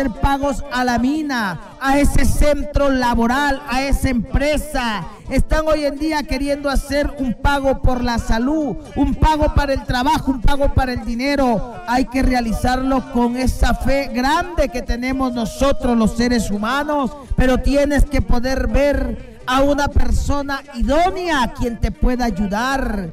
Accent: Chiclayo, Lambayeque, Peru; now in Arequipa, Peru; la ciudad de Chiclayo, mi tierra bendita, tierra norteña, tierra cálida.

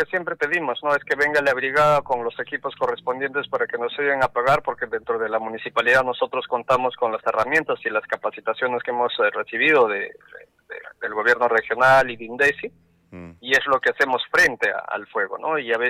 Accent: Pampacolca, Arequipa, Peru; En mi distrito de Pampacolca

